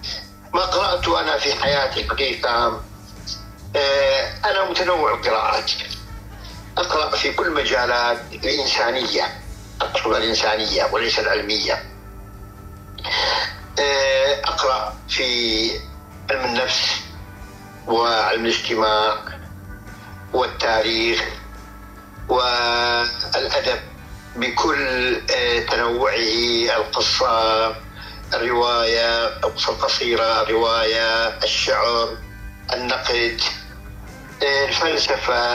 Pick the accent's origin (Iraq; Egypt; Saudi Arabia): Iraq; عراقي من مواليد العراق 1955, وخريج آداب لغة عربية.